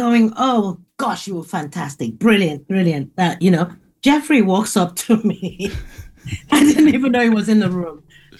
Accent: Asaba, Delta, Nigeria; born there; Okay, well, I was born in a place called Asaba

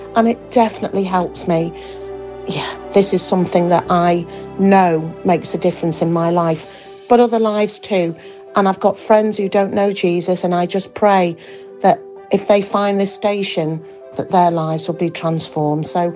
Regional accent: Leeds, Yorkshire and the Humber, United Kingdom; from Leeds.

